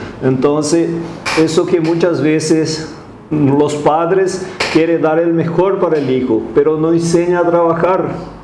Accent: Mato Grosso do Sul, Brazil; moved away as an adult; now in Paraguay; yo soy prácticamente de Mato Grosso do Sul y mi edad es, normalmente uno no se cuenta, pero hoy voy a contar, tengo 65 años

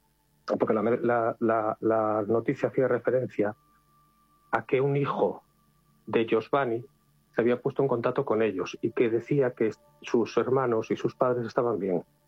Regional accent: Vilagarcía de Arousa, Galicia, Spain; Soy de Villagarcía, de hecho, y voy en coche normalmente.

